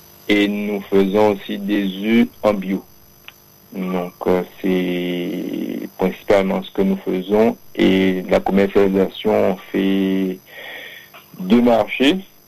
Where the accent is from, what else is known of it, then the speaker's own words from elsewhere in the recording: Les Abymes, Guadeloupe, France; Et moi, en fait, je suis originaire des Grands Fonds, Gonfron des Abîmes.